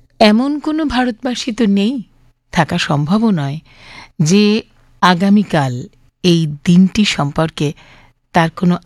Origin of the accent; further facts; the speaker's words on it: India; যারা আমরা স্বাধীন ভারতে জন্মগ্রহণ করেছি